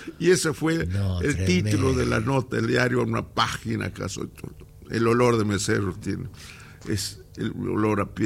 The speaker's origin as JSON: {"language": "Spanish", "region": "Jujuy", "country": "Argentina"}